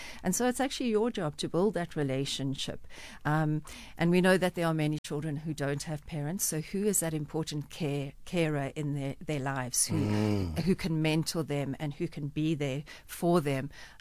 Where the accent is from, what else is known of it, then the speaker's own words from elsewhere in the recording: Johannesburg, Gauteng, South Africa; I grew up in Yeovil. My gran lived there. So I have walked those streets. Joburg is vibrant. It's buzzy. It's arty. It's creative. It's amazing.